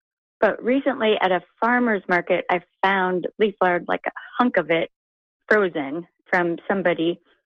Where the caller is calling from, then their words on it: Pittsburgh, Pennsylvania, United States; I am in Pittsburgh now.